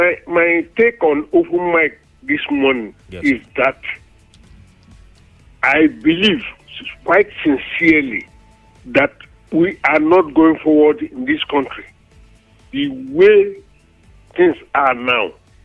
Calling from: Lagos, Nigeria; I'm calling from Mende.

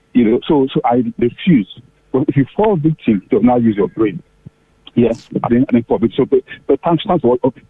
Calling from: Port Harcourt, Rivers, Nigeria; I'm actually from Paracourt.

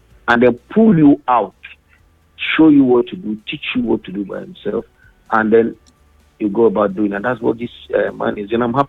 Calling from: Lagos, Nigeria; I'm calling from Ikoyi.

